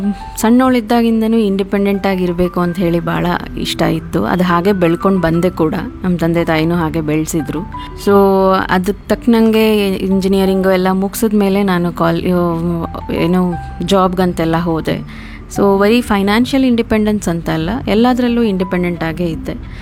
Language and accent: Kannada; Bhadravati, Karnataka, India; moved away as an adult; also born or lived in Chikkamagaluru / Bangalore; now in Shivamogga, India; ನಾನು ಹುಟ್ಟಿ ಬೆಳೆದಿದ್ದೆಲ್ಲ ಭದ್ರಾವತಿ. ನನ್ನ ಸ್ಕೂಲು ಕಾಲೇಜು ಎಲ್ಲ ಆಗಿದ್ದು ಭದ್ರಾವತಿಯಲ್ಲಿ.